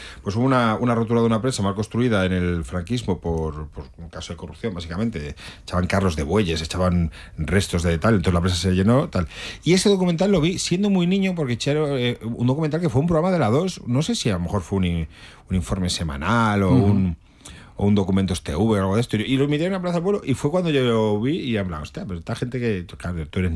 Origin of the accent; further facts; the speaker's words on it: Ribadelago, Castile and León, Spain; En mi pueblo, se llama Riva del Lago, hubo una tragedia, se rompió una presa en los años 50, en el año 59.